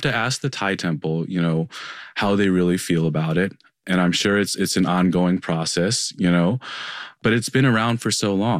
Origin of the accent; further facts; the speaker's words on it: Taiwan; That's something I learned from the story, you know, because, you know, I'm from Taiwan and we're Buddhist as well, but we're not like always at the temple.